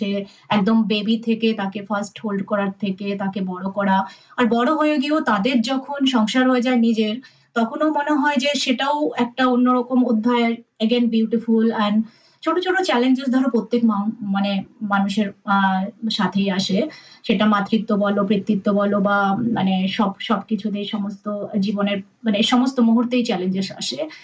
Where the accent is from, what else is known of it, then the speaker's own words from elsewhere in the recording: India; now in Adelaide, Australia; আমরা যারা মানে এখানে যারা বড় হচ্ছি, বিশেষ করে অ্যাডিলেডে, আর আমাদের চাইল্ডহুড কেটেছে ইন্ডিয়াতে